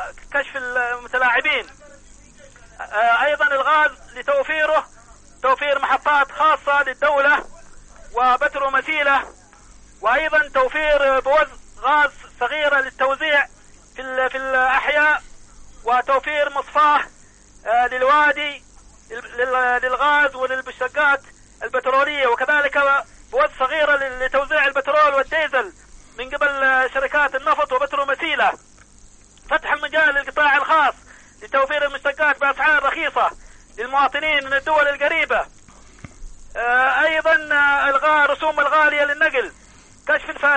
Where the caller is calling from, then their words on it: Seiyun, Hadhramaut, Yemen